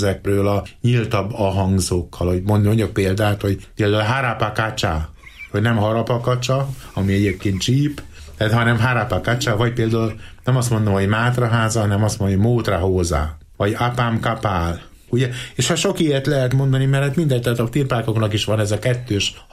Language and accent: Hungarian; Palócföld, Hungary; accent: Palóc; én palóc vagyok.